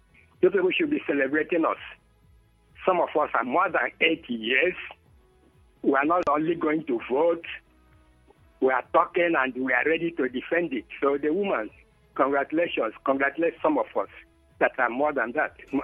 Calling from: Nigeria; I'm calling from Amuma.

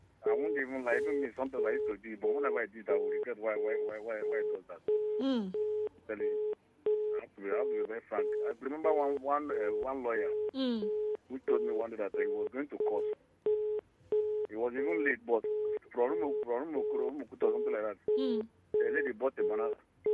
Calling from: Botswana; I'm calling from Botswana.

